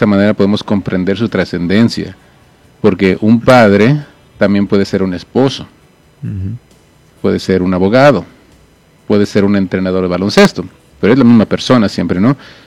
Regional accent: Mexico; de nosotros como mexicanos

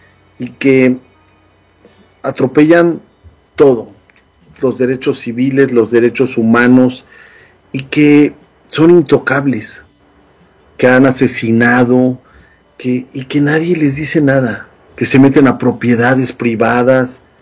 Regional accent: Mexico; moved away; Como decimos allá en México

